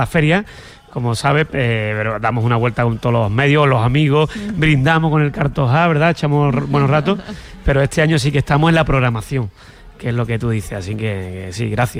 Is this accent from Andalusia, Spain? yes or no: yes; Málaga, Andalusia, Spain; Nosotros sabes que somos malagueños por bandera y allá por donde vamos